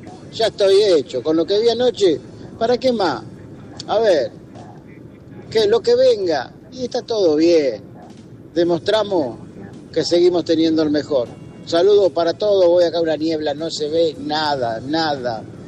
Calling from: Henderson, Buenos Aires Province, Argentina; de Henderson.

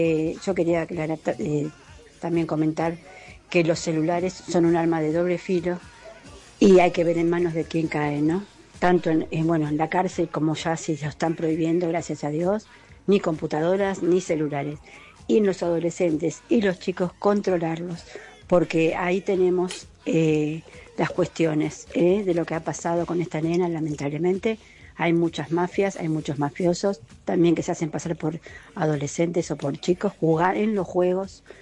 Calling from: Paso del Rey, Buenos Aires Province, Argentina; de Paso del Rey.

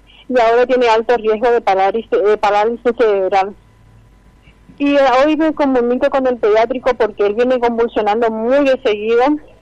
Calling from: Colonia Elisa, Chaco, Argentina; Soy de Colonia Elisa.

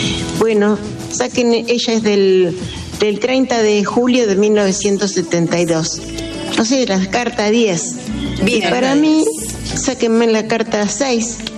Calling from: Arroyo Seco, Santa Fe, Argentina; Soy de Arroyo Seco, provincia de Santa Fe.

